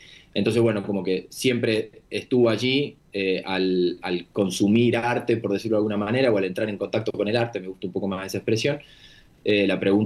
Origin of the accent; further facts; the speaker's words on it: Coronel Suárez, Buenos Aires Province, Argentina; born there; Recuerdo tener 14, 15 años, estar con un amigo mío de Coronel Suárez, provincia de Buenos Aires, donde yo nací